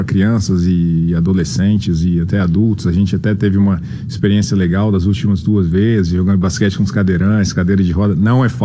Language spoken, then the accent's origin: Portuguese; Vitória, Espírito Santo, Brazil; also born or lived in Barcelona, Spain / San Francisco, United States; now in Cleveland, United States; você é do Brasil, de Vitória